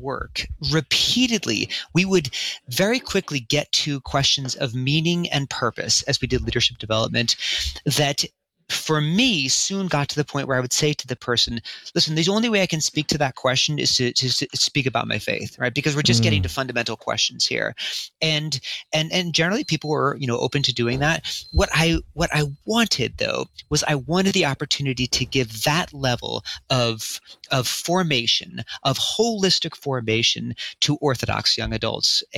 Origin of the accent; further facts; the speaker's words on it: Philadelphia, Pennsylvania, United States; now in Pittsburgh, United States; And so I grew up in Philadelphia. They were a part of a Christian community that was seeking to live out the faith in a lower income interracial community in Philadelphia.